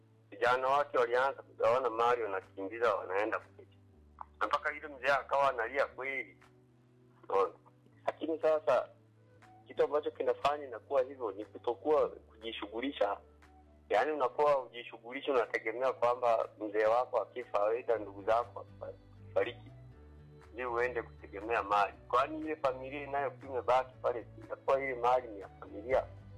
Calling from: Kisesa, Mwanza, Tanzania; napiga simu kutoka Kisesa Mwanza.

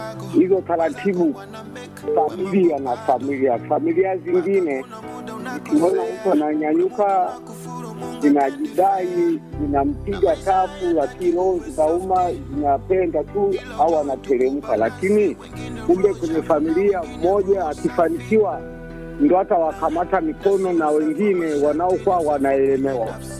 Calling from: Tanzania; Natokea pande za Matunguru.

